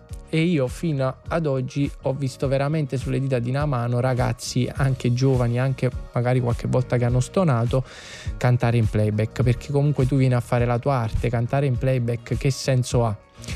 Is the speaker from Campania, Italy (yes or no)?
yes; Naples, Campania, Italy; da Napoli non vado via